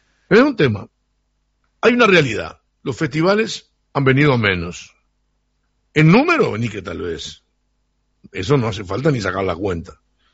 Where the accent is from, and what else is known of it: Uruguay